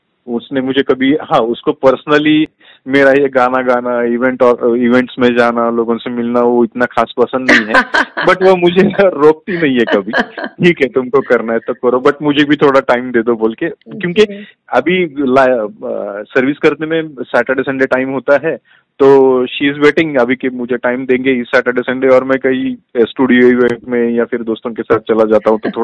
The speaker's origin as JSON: {"language": "Hindi", "town": "Phaltan", "region": "Maharashtra", "country": "India", "tie": "born or raised there", "moved": "yes", "lives_now": "Hyderabad, India", "said": "हम यहाँ हैदराबाद में रहते हैं, और मेरी माता जी है, वो मेरे होम टाउन पल्टन में रहती है।"}